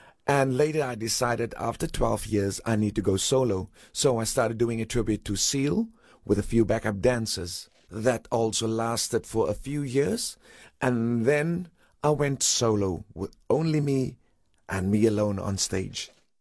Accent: Worcester, Western Cape, South Africa; moved away as an adult; now in Catalonia, Spain; I was born in Cape Town and grew up in a small town just an hour from there called Worcester. This is where I got my schooling and later qualified myself as a teacher.

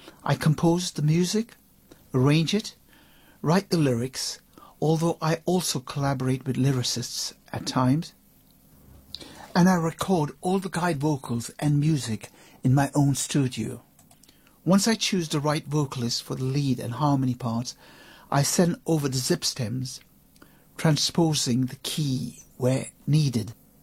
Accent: London, United Kingdom; I'm a songwriter from London.

